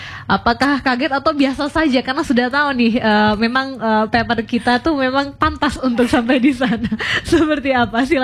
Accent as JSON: {"language": "Indonesian", "area": "Sumba", "region": "East Nusa Tenggara", "country": "Indonesia", "said": "Kita orang Sumba"}